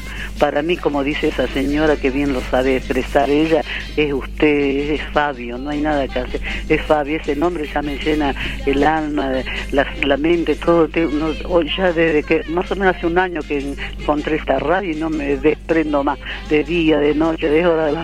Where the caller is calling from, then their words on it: Frías, Santiago del Estero, Argentina; accent: tonadita santiagueña; Yo soy de Frías, provincia de Santiago del Estero, Frías.